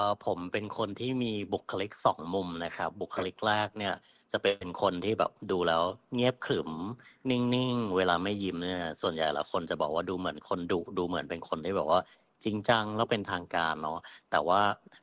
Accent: Thailand; เป็นคนจังหวัดชลบุรีครับบ้านอยู่

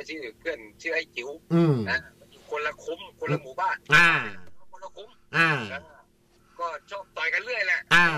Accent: Kut Rang district, Maha Sarakham, Thailand; moved away; เกิดกำเนิดเกิดที่เมื่อก่อนเป็นอำเภอบ่อระเบือแต่ตอนนี้มาเป็นอำเภอกุดลังแล้วครับมันเปลี่ยนอำเภอมา

